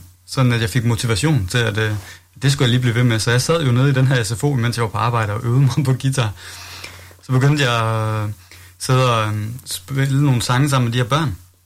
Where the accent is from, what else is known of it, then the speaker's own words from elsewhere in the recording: Skanderborg, Central Denmark Region, Denmark; Så jeg er fodbolddreng, vokset op med fodbold, og det var sådan mit liv i mine unge dage i Skanderborg, hvor jeg voksede op.